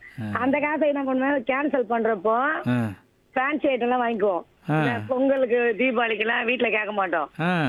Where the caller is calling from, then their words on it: Chennai, Tamil Nadu, India; Chennai Perungulam